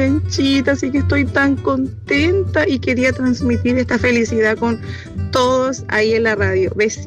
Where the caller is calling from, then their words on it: Antofagasta, Chile; yo vivo en Antofagasta.